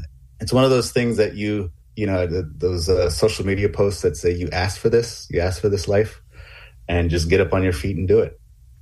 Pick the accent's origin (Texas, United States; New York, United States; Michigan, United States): New York, United States; Long Island; where I grew up on Long Island